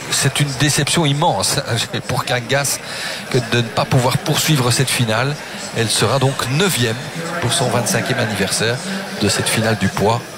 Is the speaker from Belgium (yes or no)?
yes; Belgium; chez nous en Belgique